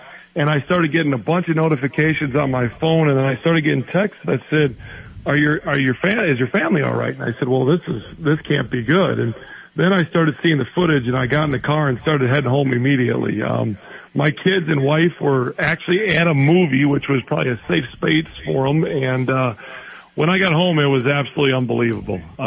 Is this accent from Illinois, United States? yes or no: no; Appleton, Wisconsin, United States; born or raised there